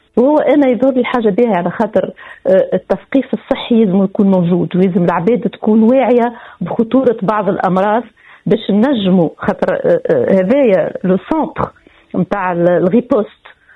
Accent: Tunisia

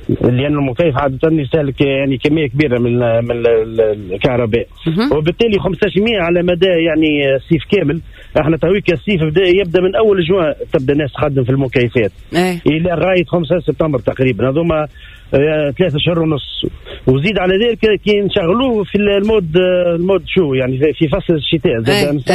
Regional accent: Tunisia; احنا عندنا في تونس

